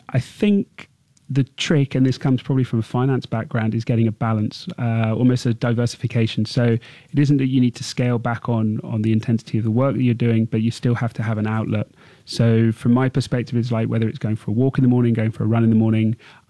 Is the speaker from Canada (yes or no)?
no; Singapore; being Singaporean, I think we can be very proud of the fact that it's got its roots here